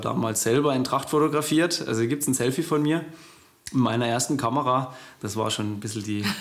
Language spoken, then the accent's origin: German; Simonswald, Baden-Württemberg, Germany; Ich bin ja in Simonswald aufgewachsen, sehr konservatives Dorf.